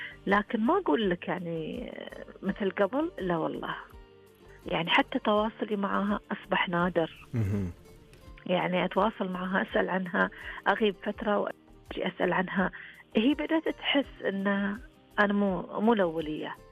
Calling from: Eastern Province, Saudi Arabia; عندنا في الشرقية

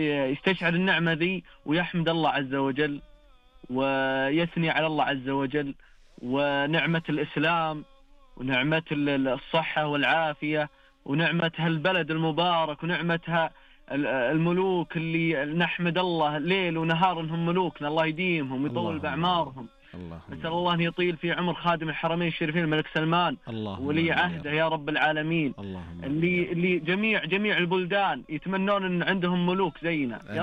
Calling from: Ha'il, Ha'il Province, Saudi Arabia; من أهل حائل.

